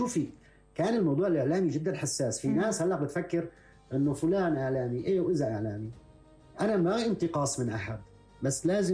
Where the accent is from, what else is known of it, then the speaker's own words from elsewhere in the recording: Syria; استشهدوا في مجزرة شهيرة اسمها مجزرة بودمايا في قريتنا.